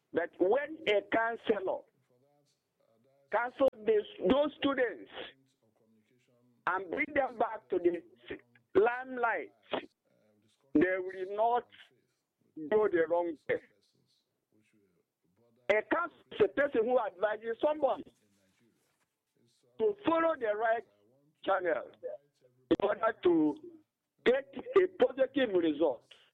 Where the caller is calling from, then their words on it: Isoko, Ebonyi, Nigeria; I'm calling from Isoko, my name, Ebonyi State.